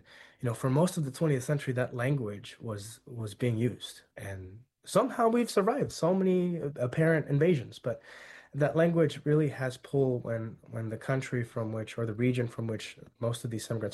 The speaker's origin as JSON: {"language": "English", "region": "California", "country": "United States", "tie": "born or raised there", "said": "I grew up in Central California, the home of the farm workers movement."}